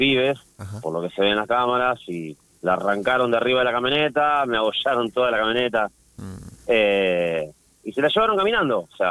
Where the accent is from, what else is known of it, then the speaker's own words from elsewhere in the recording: Villa Adelina, Buenos Aires Province, Argentina; Yo soy de acá, de Villa de Lina, San Isidro.